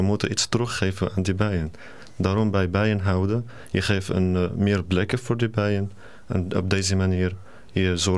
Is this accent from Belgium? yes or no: no; Syria; Dutch is a second language; moved away as an adult; now in Netherlands; ik kom uit Syrië. Ik ben nu een statushouder. Ik heb in Syrië gestudeerd HBO en Agricultural Engineering.